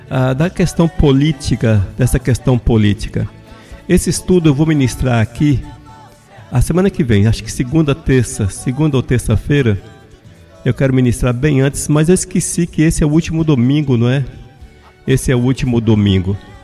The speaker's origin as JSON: {"language": "Portuguese", "country": "Brazil", "said": "nascemos no Brasil"}